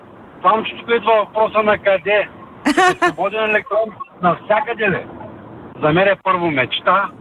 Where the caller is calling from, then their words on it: Varna, Varna Province, Bulgaria; от Варна.